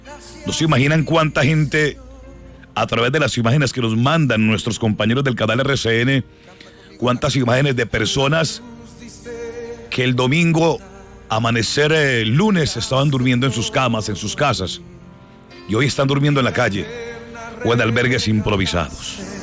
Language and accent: Spanish; Colombia; moved away; Hoy tenemos que demostrar no solamente que somos colombianos, sino que somos hijos de Dios.